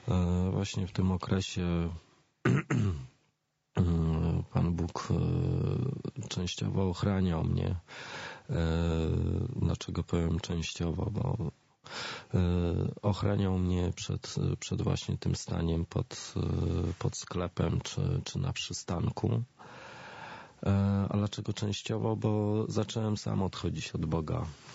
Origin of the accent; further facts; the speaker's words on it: Masovian Voivodeship, Poland; ponieważ pochodzę spod Warszawy, także tam za bardzo jakichś takich większych atrakcji nie było.